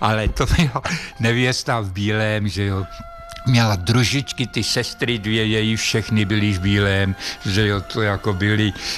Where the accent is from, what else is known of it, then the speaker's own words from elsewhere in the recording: Opatov, Vysočina Region, Czechia; protože to ona byla z Předína, já jsem byl z Opatova.